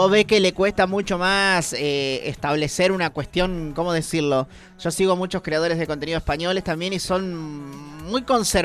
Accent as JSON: {"language": "Spanish", "country": "Argentina", "said": "yo soy argentino"}